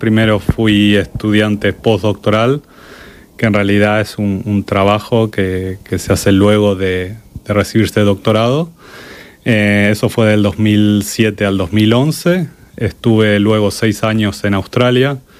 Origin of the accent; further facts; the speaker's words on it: Argentina; also born or lived in Spain; yo soy argentino, en Argentina como en España, donde hice mi doctorado, en la Autónoma de Madrid